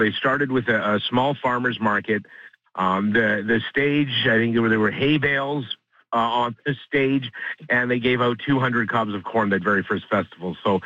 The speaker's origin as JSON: {"language": "English", "town": "Morden", "region": "Manitoba", "country": "Canada", "tie": "born or raised there", "said": "I grew up, I was born and raised in Morden, and I've spent most of my life here."}